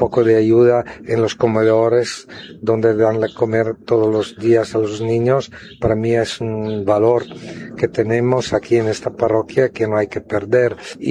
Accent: Montero, Santa Cruz, Bolivia; me ha dado mucha alegría fue ver en el Chior a varios de Montero que vinieron ahí a saludarme. Yo soy de Montero.

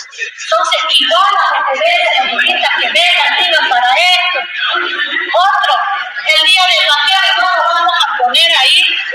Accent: Bolivia; nos identifica como boliviano

